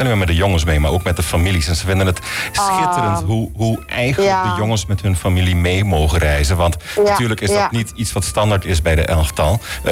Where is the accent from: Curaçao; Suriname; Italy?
Curaçao; Ik heb zoiets nog nooit meegemaakt als Curaçaoënaar.